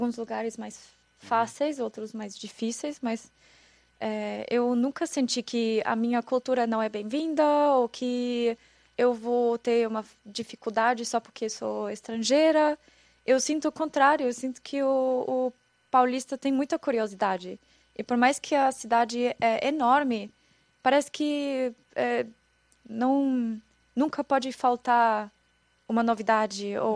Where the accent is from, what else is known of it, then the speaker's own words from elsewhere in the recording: Austria; Portuguese is a second language; moved away as an adult; now in Brazil; nós austríacos sabemos muito bem fazer doce delicioso